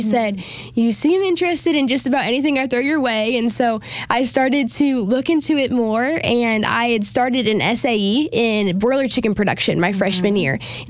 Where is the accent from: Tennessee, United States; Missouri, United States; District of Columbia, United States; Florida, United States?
Missouri, United States; Bolivar; I was born and raised on my family's farm down in southwest Missouri. I'm originally from Bolivar, and growing up, we ran a dairy farm. I loved growing up on a dairy farm.